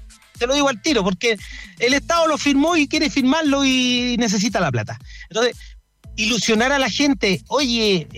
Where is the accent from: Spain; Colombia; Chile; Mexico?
Chile; otro problema que tenemos como chilenos